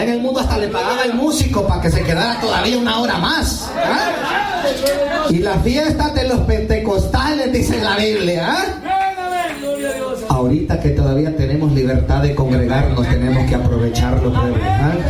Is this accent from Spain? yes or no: no; El Salvador; Soy originario del Salvador, hermano.